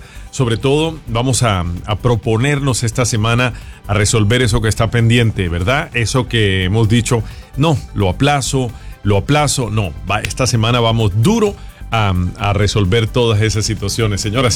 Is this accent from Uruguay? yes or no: no; Colombia; Así que la situación en mi país, los mantendremos informados de todo lo que está pasando.